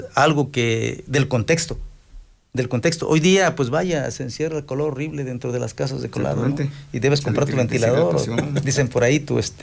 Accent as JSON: {"language": "Spanish", "town": "Raboso", "region": "Puebla", "country": "Mexico", "tie": "born or raised there", "said": "en mi población, ¿no?, en mi pueblo Raboso, que quiero mucho"}